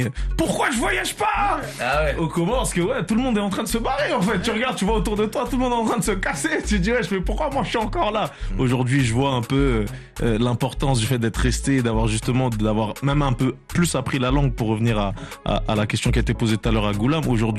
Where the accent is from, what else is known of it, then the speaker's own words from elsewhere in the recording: Comoros; now in France; moi, je viens des Comores